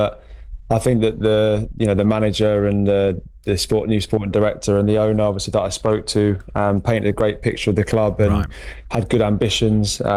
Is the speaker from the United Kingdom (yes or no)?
yes; Brentwood, East of England, United Kingdom; also born or lived in Chelmsford; So I was born in Chelmsford and then grew up in Brentwood for my whole childhood, really.